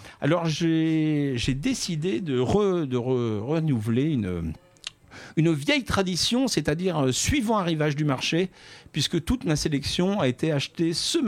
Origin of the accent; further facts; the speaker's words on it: Grand Est, France; En tout cas, nous sommes du même monde, puisque nous sommes du Grand Est.